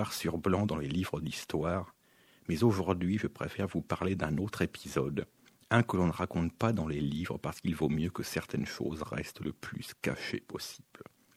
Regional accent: Normandy, France; born there; c'est-à-dire dans ma région natale, en Normandie.

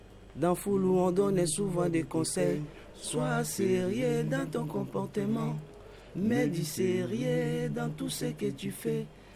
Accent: DR Congo; French is a second language; parce que c'est souvent on chante à Lingala, parce que l'inspiration vient à Lingala, on est des Congolais, je rêve à Lingala.

